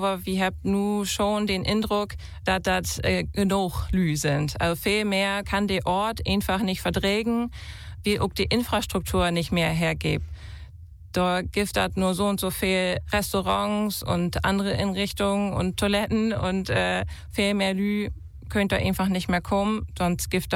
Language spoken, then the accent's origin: German; Lower Saxony, Germany; Ich komme aus der Wesermarsch, genauer gesagt in Obergun bin ich aufgewachsen und da ha ich all früh dat platt und beten lehrt von meinen Großeltern.